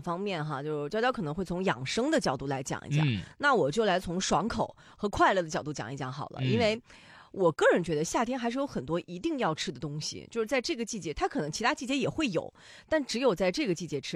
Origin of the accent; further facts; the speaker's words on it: Lanzhou, Gansu, China; 因为我是兰州长大的嘛，就是我们小的时候很多的这种游玩的记忆都和黄河相关。